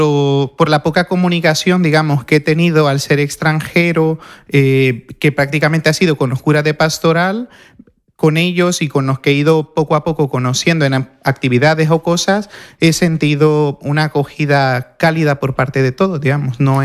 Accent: El Salvador; moved away as an adult; also born or lived in Valencia, Spain; now in Toledo, Spain; No soy de por aquí, soy de un poco lejos, soy salvadoreño.

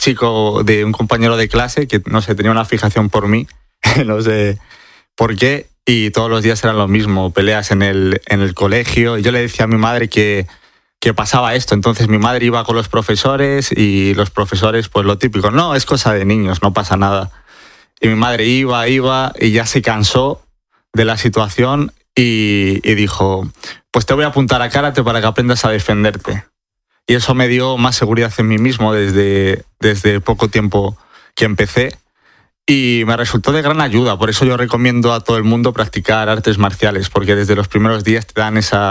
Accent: Valladolid, Castile and León, Spain; born there; Pues yo nací en Valladolid

